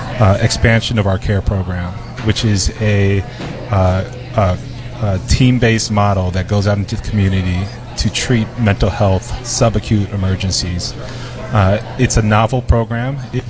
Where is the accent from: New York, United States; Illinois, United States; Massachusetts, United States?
Illinois, United States; Chicago; I grew up in Hyde Park. I went to Murray Language Academy. Then went to Whitney Young.